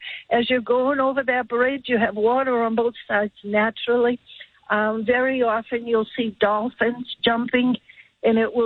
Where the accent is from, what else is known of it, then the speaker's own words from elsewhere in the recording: Boston, Massachusetts, United States; now in Fort Myers, United States; I grew up in Boston.